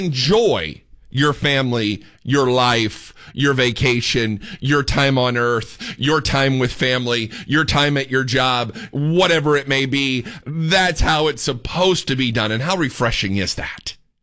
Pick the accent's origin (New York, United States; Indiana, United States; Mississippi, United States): Indiana, United States; moved away as an adult; now in Texas, United States; I'm from Indiana. I like it cold.